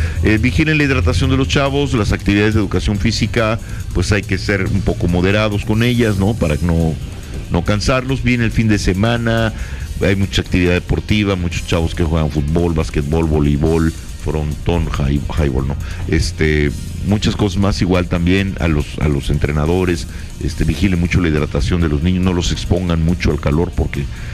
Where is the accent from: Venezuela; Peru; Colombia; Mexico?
Mexico; Somos mexicanos.